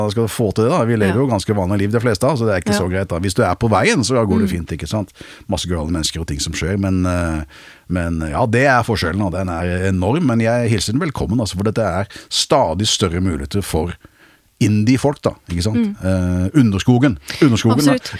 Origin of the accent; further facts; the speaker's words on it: Nesodden, Akershus, Norway; eller jeg vokste opp på Nesodden, det derfor jeg sier I Oslobyen.